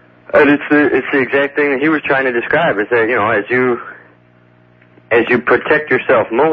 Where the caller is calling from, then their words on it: Havelock, North Carolina, United States; from Havelock, North Carolina.